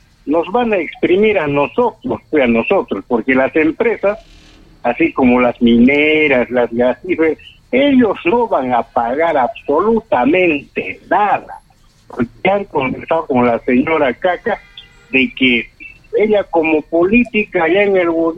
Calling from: Peru

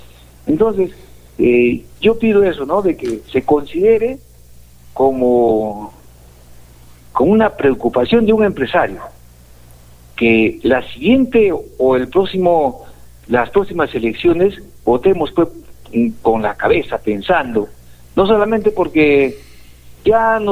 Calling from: Cerro Colorado, Arequipa, Peru; Soy poblador de Cerro Colorado

